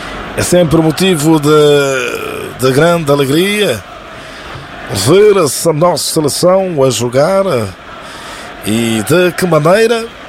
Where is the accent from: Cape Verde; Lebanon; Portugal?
Cape Verde; nós somos cabo-verdianos.